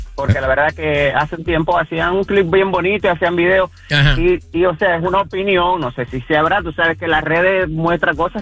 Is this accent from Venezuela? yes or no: yes; Venezuela; Bueno, para opinar con respecto al asunto, mira, o sea, yo soy venezolano.